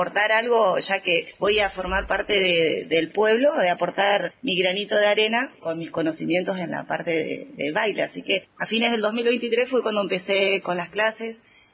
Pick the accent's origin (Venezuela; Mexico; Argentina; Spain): Argentina; Buenos Aires; now in Río Mayo, Argentina; Yo llegué en el 2023 a Río Mayo, vengo de Buenos Aires, casada con gendarme, entonces esta vida nos lleva un poquito a vivir en muchos lugares.